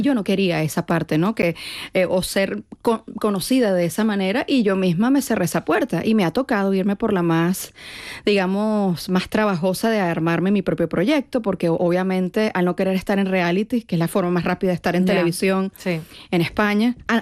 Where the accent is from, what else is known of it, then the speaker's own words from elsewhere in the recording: Venezuela; now in Madrid, Spain; pienso que extrañaría mucho el ritmo español, el ritmo madrileño, muchas cosas de aquí, pero al mismo tiempo estando aquí extraño Venezuela, pero resulta que la etapa que dejé no es la misma.